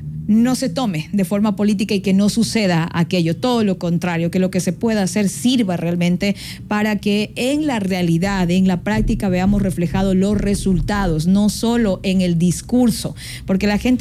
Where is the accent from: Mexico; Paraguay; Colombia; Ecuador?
Ecuador; no permitamos como ecuatorianos